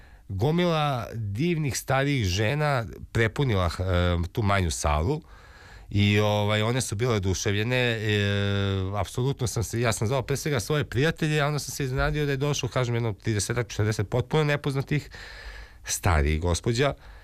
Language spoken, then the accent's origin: Serbian; Belgrade, Serbia; Ja sam rodom iz Surčina, odnosno moj otac, i smatram sebe neko ko je rođen i Beograđan.